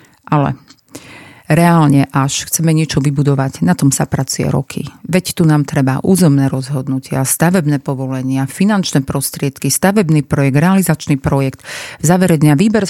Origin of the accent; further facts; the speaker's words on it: Prešov, Prešov Region, Slovakia; my Prešovčania, ktorí máme trvalý pobyt v meste Prešov